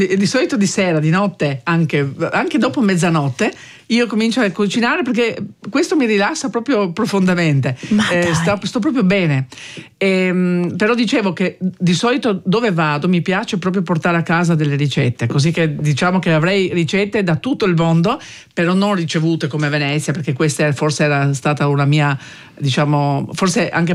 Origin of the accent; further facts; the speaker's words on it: Koper, Slovenia; also born or lived in Piran; io dicevo sì, sono di Capodistria